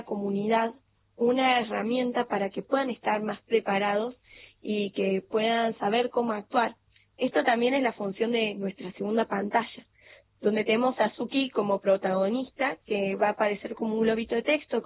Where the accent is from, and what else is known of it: Villa Carlos Paz, Córdoba, Argentina